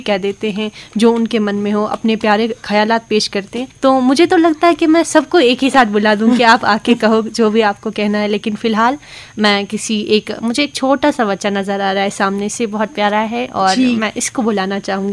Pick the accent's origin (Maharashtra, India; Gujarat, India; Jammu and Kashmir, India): Jammu and Kashmir, India; Rawatpura; now in Srinagar, India; मैं रावतपुरा से हूँ जो कि कुपवारा का एक बहुत ही सुंदर गांव है। तो फिलहाल मैं श्रीनगर में रहती हूँ पढ़ाई के सिलसिले में, लेकिन अपने गांव को बहुत मिस।